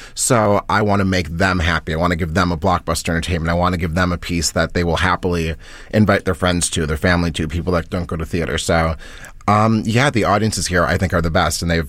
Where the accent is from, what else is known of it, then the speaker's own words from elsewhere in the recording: Minnesota, United States; moved away as an adult; now in Chicago, United States; I'm from Minnesota, but I moved to Chicago when I was 18.